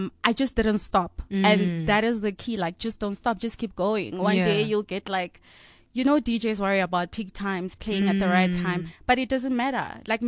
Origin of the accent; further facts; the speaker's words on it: Polokwane, Limpopo, South Africa; I'm always in the room listening to music all the time from a young age. I'm from Polokwane.